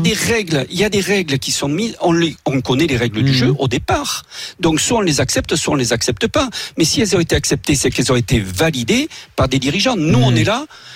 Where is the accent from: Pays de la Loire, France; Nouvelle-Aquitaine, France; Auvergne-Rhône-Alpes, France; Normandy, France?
Nouvelle-Aquitaine, France; Sarlat; je suis bien du Périgord. Merci. Et bien un vrai Périgourdin.